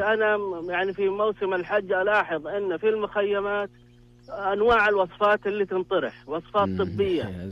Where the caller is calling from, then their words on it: Saudi Arabia; إحنا كسعوديين وكعرب